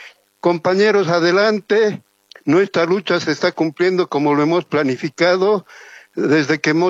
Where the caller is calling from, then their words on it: Colcapirhua, Cochabamba, Bolivia; de Colcapiro a Cochabamba.